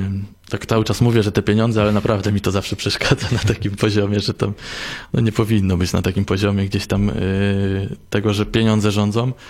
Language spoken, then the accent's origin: Polish; Pomeranian Voivodeship, Poland; A ja jestem z Kaszub, więc u mnie na Kaszubach to jeszcze 20-30 centymetrów.